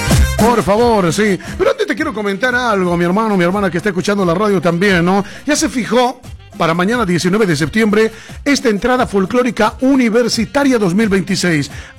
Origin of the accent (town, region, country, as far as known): Bolivia